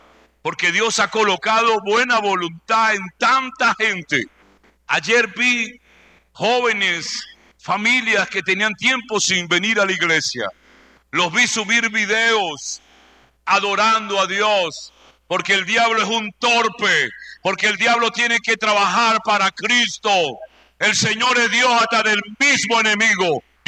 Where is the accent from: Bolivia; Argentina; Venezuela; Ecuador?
Venezuela